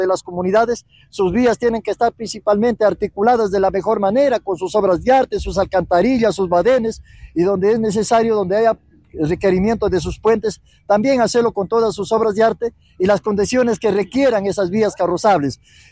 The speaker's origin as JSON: {"language": "Spanish", "town": "San Luis de Lucma", "region": "Cajamarca", "country": "Peru"}